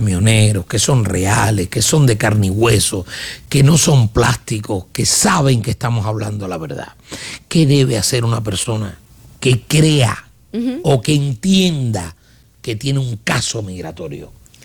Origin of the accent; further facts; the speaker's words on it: Cuba; nosotros los cubanos, uh-huh, y me incluyo